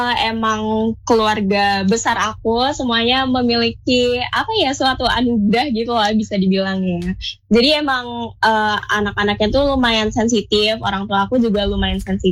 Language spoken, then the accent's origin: Indonesian; Bandar Lampung, Lampung, Indonesia; Sebelumnya perkenalkan … Aku dari Bandar Lampung. Terus sekarang aku jadi mahasiswa.